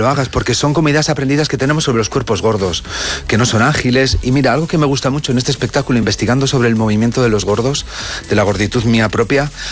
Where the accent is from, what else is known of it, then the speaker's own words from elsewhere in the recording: Valladolid, Castile and León, Spain; yo soy castellano, sí. De Valladolid.